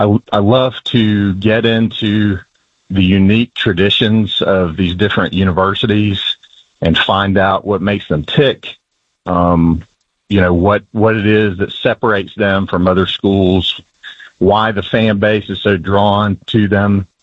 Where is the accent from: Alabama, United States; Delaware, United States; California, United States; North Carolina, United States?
Alabama, United States; I grew up in Alabama, so I understood that unique culture of Alabama football.